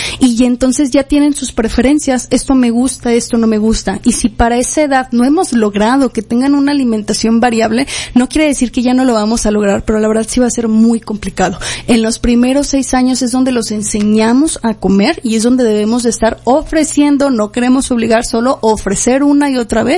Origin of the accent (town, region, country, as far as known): Mexico